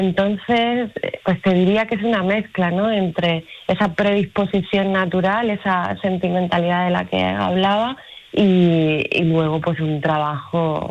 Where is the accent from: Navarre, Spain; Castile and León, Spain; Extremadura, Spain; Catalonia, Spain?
Extremadura, Spain; Badajoz; also born or lived in Castro del Río, Córdoba / Brazil; Yo crecí en Badajoz, pero toda mi familia es de Córdoba, concretamente de un pueblecito que se llama Castro del Río.